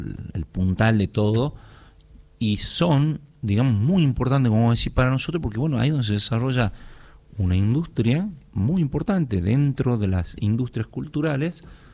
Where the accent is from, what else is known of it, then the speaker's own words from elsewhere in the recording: San Miguel de Tucumán, Tucumán, Argentina; Soy de la capital, de San Miguel de Tucumán, sí.